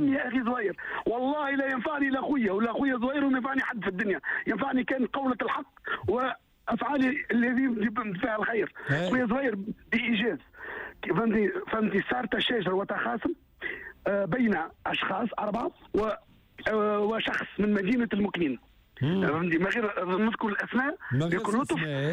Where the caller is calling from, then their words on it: France; تحيه من الاعماق من فرنسا بالتحديد